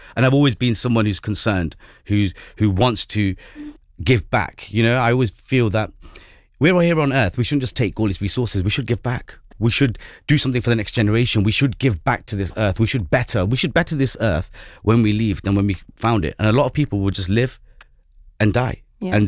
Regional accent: United Kingdom; I'm a British Asian rapper

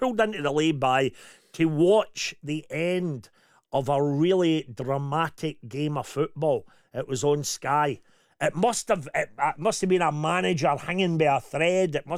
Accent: Glasgow, Scotland, United Kingdom; accent: Glasgow; I can honestly say that listening to you both has helped Jim understand my Glasgow accent.

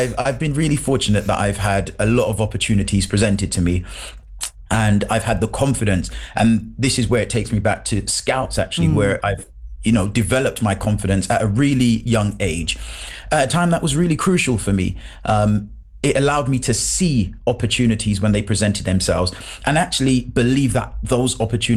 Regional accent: London, United Kingdom; also born or lived in Jamaica; I was born in Jamaica. I grew up in London. I came to the UK when I was about six, going on seven.

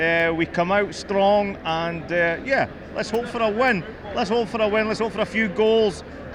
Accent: Aberdeen, Scotland, United Kingdom; now in Saudi Arabia; See, well, I actually live in Saudi Arabia. So right, I'm so from Aberdeen, but live in Saudi Arabia.

